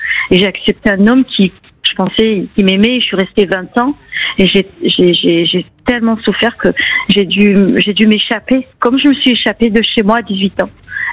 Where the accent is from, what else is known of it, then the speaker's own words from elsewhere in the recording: Versailles, Île-de-France, France; born there; Je suis née à Versailles.